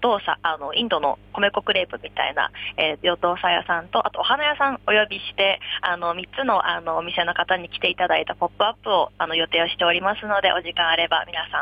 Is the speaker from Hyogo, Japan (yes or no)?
no; Chofu, Tokyo, Japan; 私自身が実は飛田給の駅が実家の最寄りにありまして、まあ、この辺は結構馴染みのある街でもあるんですけれども